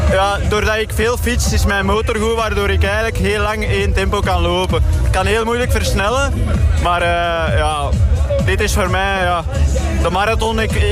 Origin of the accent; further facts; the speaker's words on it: Mechelen, Flanders, Belgium; now in Tremelo, Belgium; Ik ben van Mechelen, maar ik woon in Tremelo.